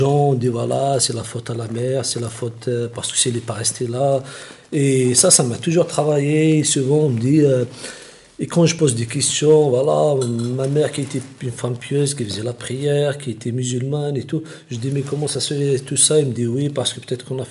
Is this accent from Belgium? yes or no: no; Kabylie, Algeria; moved away as an adult; also born or lived in Algiers; Moi, je viens de la Kabylie